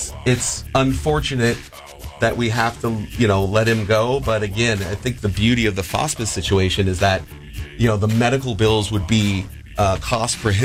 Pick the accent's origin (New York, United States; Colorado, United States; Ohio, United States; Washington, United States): Colorado, United States; Denver; Denver, Colorado.